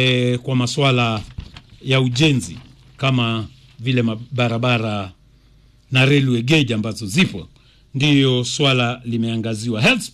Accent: Kenya

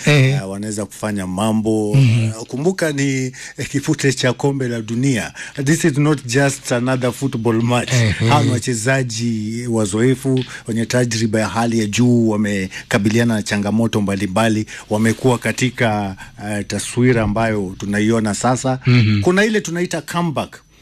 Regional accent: Kenya; Mimi ni Mkenya halisi.

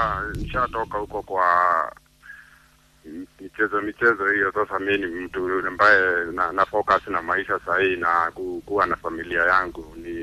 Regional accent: Nyandarua County, Kenya; Kwetu ni Nyandarua ambapo wazazi wangu wanaishi Nyandarua ambapo huko ndo tumezaliwa, lakini mizizi yetu ni pande ya Kisii. Huko ndo wazazi walikuwa wametoka, lakini sisi tumezaliwa pande ya Nyandarua. So huko ni Nyandarua.

